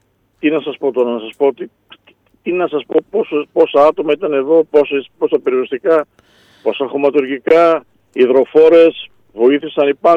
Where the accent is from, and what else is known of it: Greece